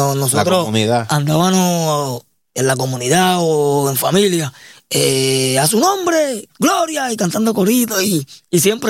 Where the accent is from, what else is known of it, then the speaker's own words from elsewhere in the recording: Carolina, Puerto Rico; para los que no me conocen. Venimos, ¿verdad?, del residencial Sabana Bajo, en Carolina, ¿verdad?, donde me crié junto a mis padres, ¿verdad?, mis padres y mis cuatro hermanos.